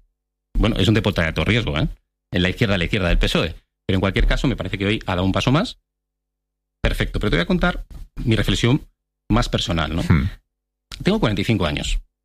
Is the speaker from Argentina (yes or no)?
no; San Sebastián, Basque Country, Spain; now in Madrid, Spain; Tú y yo somos de Donosti. Llevamos ya muchísimos años en Madrid. Yo suelo decir un poco en broma que, en fin, yo ya llevo viviendo más en Madrid que en Donosti.